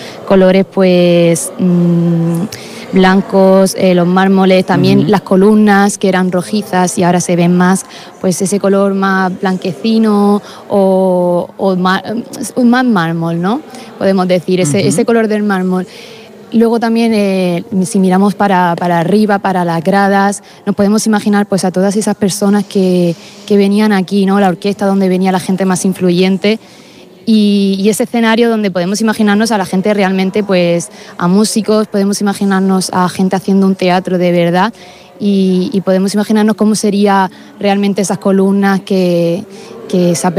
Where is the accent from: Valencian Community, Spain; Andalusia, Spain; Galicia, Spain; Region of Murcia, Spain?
Region of Murcia, Spain; Cieza; que soy de Cieza, lo sabéis, ayer hizo mucho calor en Cieza